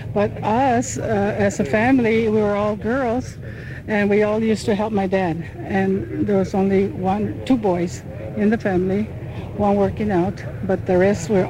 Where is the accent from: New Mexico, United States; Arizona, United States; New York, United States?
New Mexico, United States; Pajarito; I'm from Pajarito. Here down the valley, and we've had a large farm.